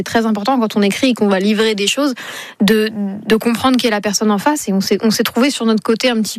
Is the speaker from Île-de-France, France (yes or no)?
yes; Paris, Île-de-France, France; born there; je suis née à Paris